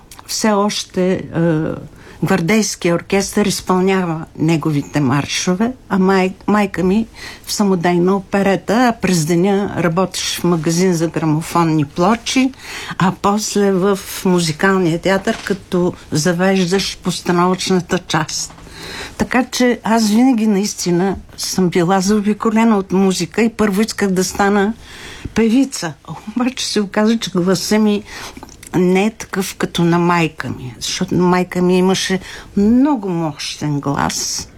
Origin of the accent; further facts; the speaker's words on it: Svishtov, Veliko Tarnovo Province, Bulgaria; Ами, значи, аз всъщност съм родена в Свищов и до 12 годишната си възраст съм живяла там.